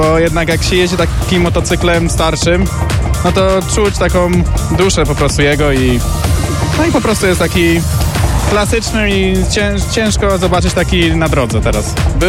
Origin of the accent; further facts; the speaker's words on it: Leoncin, Masovian Voivodeship, Poland; przyjechałem z Leoncina